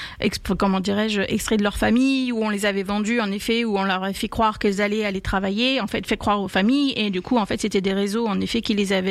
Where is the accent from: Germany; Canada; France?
France; born there; La vie a fait que je suis née en France, avec la protection, en effet, que m'offre, ma nationalité.